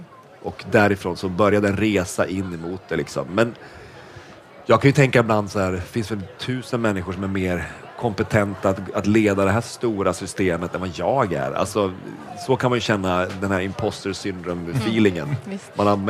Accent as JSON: {"language": "Swedish", "region": "Norrland", "country": "Sweden", "tie": "born or raised there", "also_born_or_lived": "Småland", "moved": "as an adult", "lives_now": "Stockholm, Sweden"}